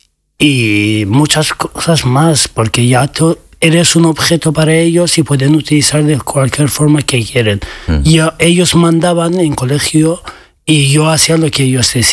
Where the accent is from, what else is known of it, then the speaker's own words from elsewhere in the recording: Iran; A ver, ser homosexual en mi país está, no es algo que se habla ni en la educación, ni en el sistema, ni políticamente, sino está reconocido como algo malo en la sociedad